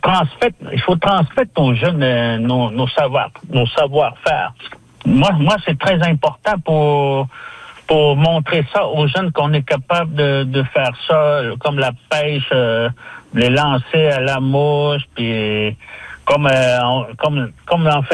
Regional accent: Natashquan, Quebec, Canada; nous autres, on est des Inuits. Dans la communauté, il y a juste des Inuits dans Noutachquan.

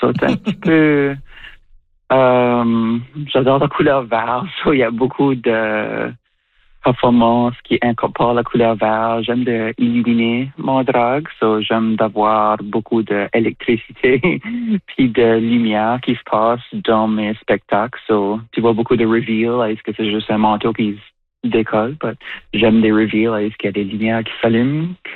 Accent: New Brunswick, Canada; Moi, originalement, je viens du Nouveau-Brunswick

